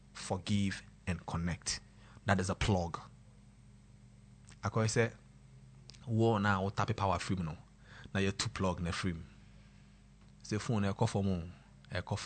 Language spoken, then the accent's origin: English; Kumasi, Ashanti, Ghana; moved away; Anytime I go to my hometown, Santia Fijase, that's my father's side, but my mother's side is at Santia Chim. And it's because of my daddy, we stayed at Fijase. That is where we stayed.